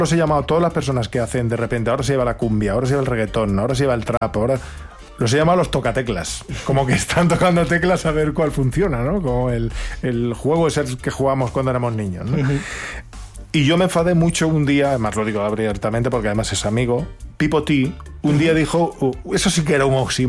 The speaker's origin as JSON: {"language": "Spanish", "region": "Galicia", "country": "Spain", "said": "Yo soy gallego"}